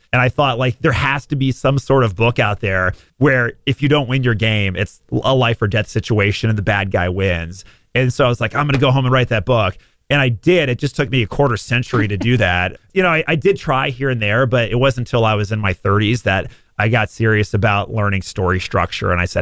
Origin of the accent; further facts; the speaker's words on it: Dallas, Texas, United States; I'm around 10, 11 years old, growing up in Dallas, Texas